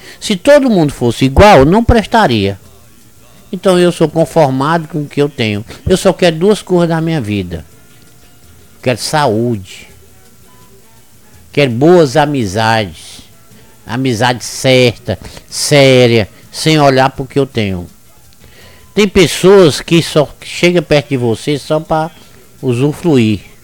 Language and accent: Portuguese; Ipu, Ceará, Brazil; born there; Aí é por isso que eu nasci em Ipu.